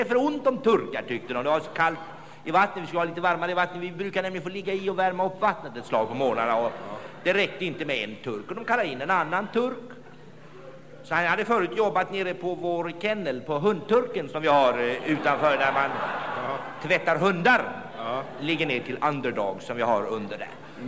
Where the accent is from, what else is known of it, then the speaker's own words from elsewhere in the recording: Turkey; jag är ju turk. Och kan det, jag är turk.